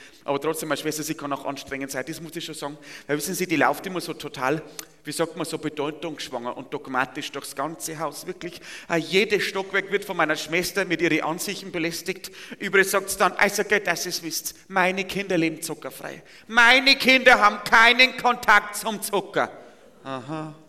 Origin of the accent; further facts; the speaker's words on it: Bavaria, Germany; ich komme vom Bauernhof, aus der Nähe von Passau, aus dem Bayerischen Wald und da wohne ich in einem Mehrgenerationenhaus.